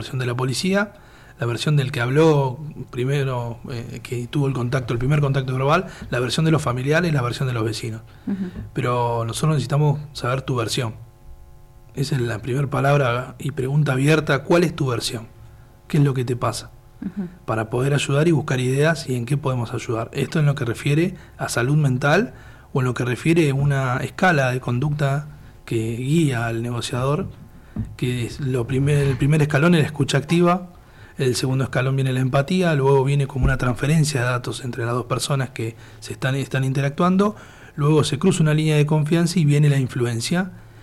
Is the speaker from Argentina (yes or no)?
yes; Argentina; Primero, porque somos argentinos, digo yo, y después que la idiosincrasia del lugar tiene eso, que te dan directivas todo el momento.